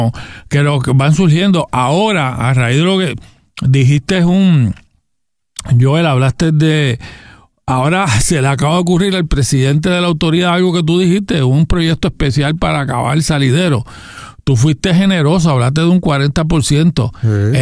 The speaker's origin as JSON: {"language": "Spanish", "town": "Gurabo", "country": "Puerto Rico", "said": "yo soy de Gurabo"}